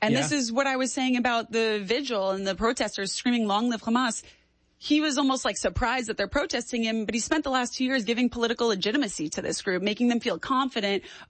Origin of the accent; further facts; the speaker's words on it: New York, United States; But I'm a New Yorker.